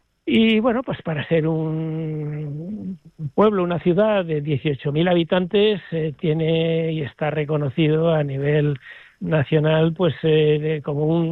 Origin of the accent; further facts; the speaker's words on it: Aragon, Spain; con Ponsetti también, que tiene también casa en Benasque y somos del Valle también.